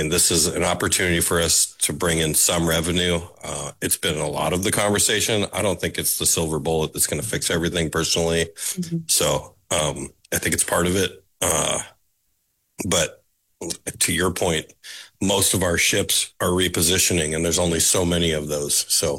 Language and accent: English; Sitka, Alaska, United States; I grew up in Sitka. There's a lot of tourism there. The ships all anchored up until 15 years ago.